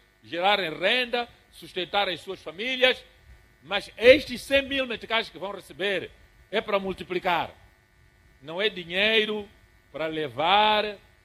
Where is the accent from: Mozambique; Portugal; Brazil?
Mozambique; todos nós somos moçambicanos e irmãos moçambicanos.